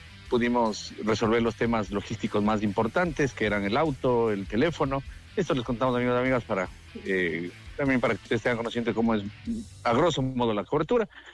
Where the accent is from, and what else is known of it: Ecuador